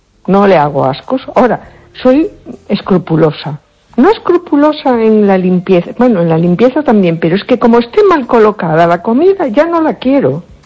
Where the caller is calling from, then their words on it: A Coruña, Galicia, Spain; Hola, buenas noches. … de Coruña.